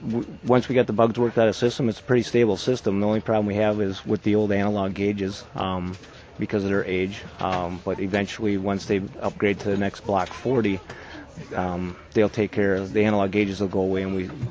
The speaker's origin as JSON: {"language": "English", "town": "Omro", "region": "Wisconsin", "country": "United States", "said": "I'm from Oshkosh. I'm from Omro, actually."}